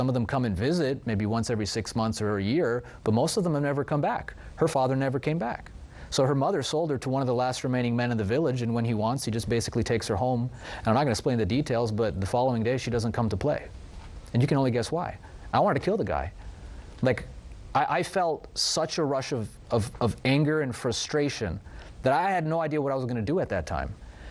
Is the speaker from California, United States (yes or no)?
no; Atlanta, Georgia, United States; I'm from Atlanta